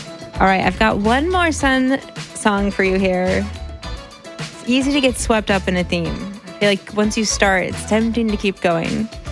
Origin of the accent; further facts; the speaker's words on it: Minneapolis, Minnesota, United States; so I grew up in Minneapolis